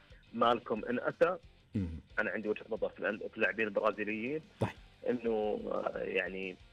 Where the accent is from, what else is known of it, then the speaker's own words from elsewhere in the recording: Saudi Arabia; عزيز على قلوبنا جميعا كسعوديين